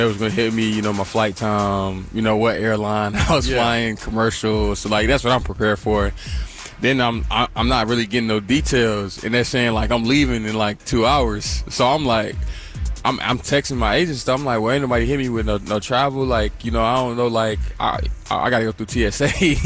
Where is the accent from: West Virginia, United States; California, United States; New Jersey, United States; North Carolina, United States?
North Carolina, United States; I kind of already know how to, like, maneuver here and know about a lot of stuff because I'm obviously from North Carolina.